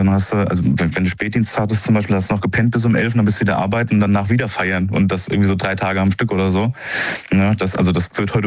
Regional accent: Rhineland-Palatinate, Germany; now in Limburg, Germany; Ja, also eigentlich Rheinland-Pfälzer, aber bin jetzt halt zugezogen, ja.

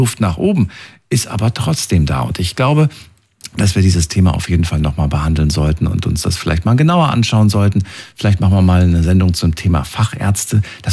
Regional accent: Germany

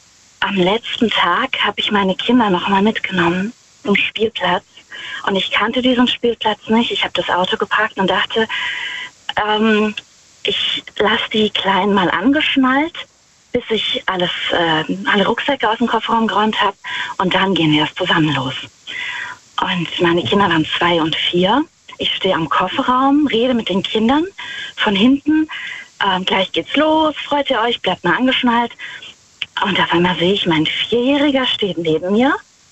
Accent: Rhineland-Palatinate, Germany; Ich fahre gleich an der Abtei Immeroth vorbei. Ich bin aus der Nähe von Wittlich.

